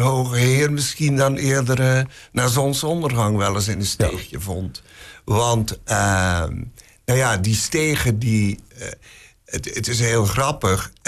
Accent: Maldegem, Flanders, Belgium; now in Schiedam, Netherlands; Want ik kom oorspronkelijk uit België. Uit ja. Maldegem, bij Zeeuws-Vlaanderen weliswaar, maar toch uit België.

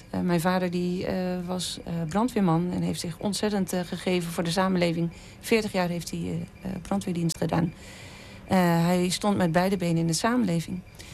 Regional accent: Hattem, Gelderland, Netherlands; moved away as an adult; now in Heerlen, Netherlands; ik ben opgegroeid in Hattem en in 2000... in 2018 ben ik naar Heerlen verhuisd.

